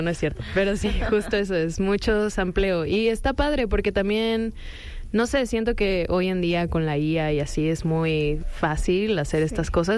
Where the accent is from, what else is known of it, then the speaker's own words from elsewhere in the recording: Mexico City, Mexico; also born or lived in Cancún; Yo soy de la Ciudad de México. Ah, y mira, alguna vez viví en Cancún como por 10 años.